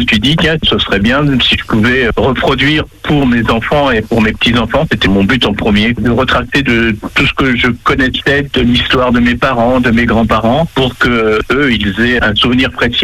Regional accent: Tournai-sur-Dive, Normandy, France; dans mon village natal de Tournay-sur-Dives

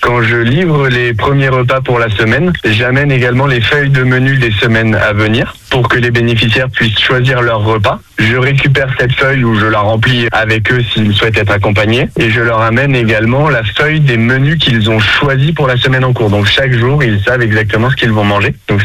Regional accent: Normandy, France; now in Le Mans, France; j'ai 30 ans tout juste, je suis normand d'origine

